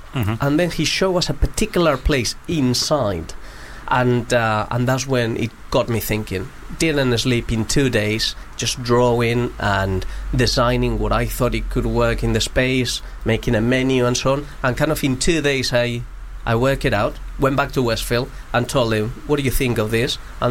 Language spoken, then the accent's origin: English; Madrid, Community of Madrid, Spain; English is a second language